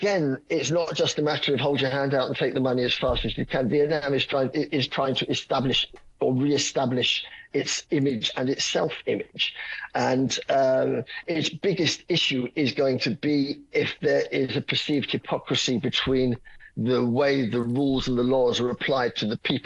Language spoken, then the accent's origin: English; England, United Kingdom; except, I have to say, as an Englishman, what I would call tea.